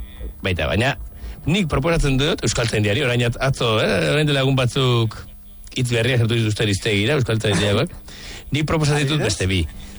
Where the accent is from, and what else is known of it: Bergara, Basque Country, Spain